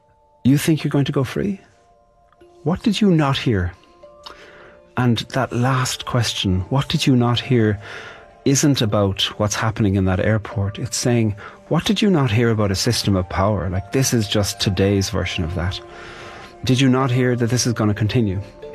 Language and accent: English; Ireland; I'm a poet from Ireland